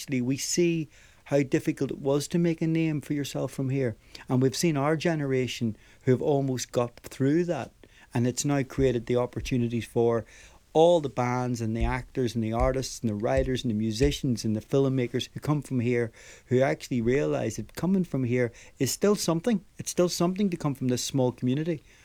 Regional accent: Belfast, Northern Ireland, United Kingdom; growing up in Belfast

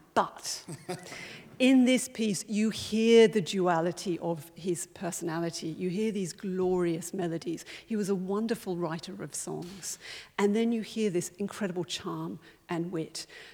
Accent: Australia; moved away; You might guess by my avals that I'm an Australian originally too.

